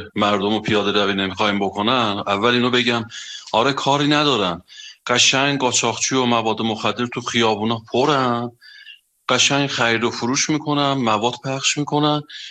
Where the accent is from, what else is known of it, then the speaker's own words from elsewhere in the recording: Ardabil, Ardabil Province, Iran; حرف بعدی میره، من از اردبیلم.